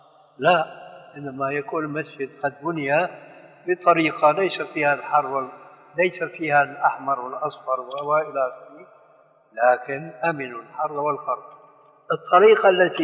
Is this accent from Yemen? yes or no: no; Syria; كما كانوا يفعلون عندنا في سوريا من عهد القريب